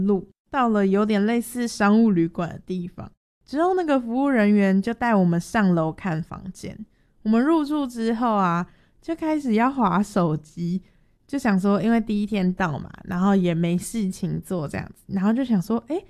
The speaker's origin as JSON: {"language": "Chinese", "country": "Taiwan", "said": "司机得知我们是从台湾来的"}